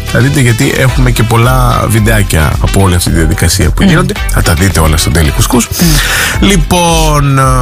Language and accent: Greek; Athens, Attica, Greece; Και με ρωτάει εμένα που είμαι από την Αθήνα να του πω τι γίνεται.